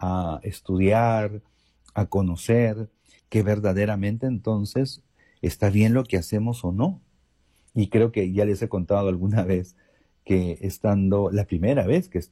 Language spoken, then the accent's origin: Spanish; Peru; ¿De dónde soy? Soy de Perú.